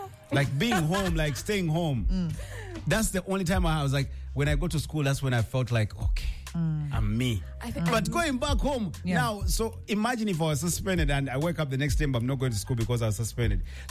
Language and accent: English; Kampala, Central Region, Uganda; also born or lived in Masaka; Because me, when I was growing up, I was studying from Kampala here. So my mom took me to Masaka.